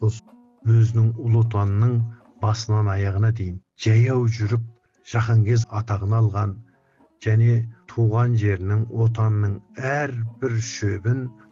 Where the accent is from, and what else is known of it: Tacheng, Xinjiang, China